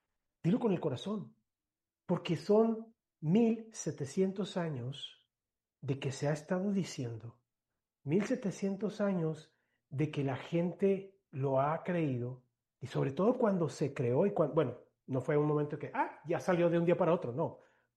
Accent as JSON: {"language": "Spanish", "town": "Ciudad Juárez", "region": "Chihuahua", "country": "Mexico", "said": "yo soy de Ciudad Juárez, Chihuahua, mi esposa es de Cuauhtémoc, Chihuahua"}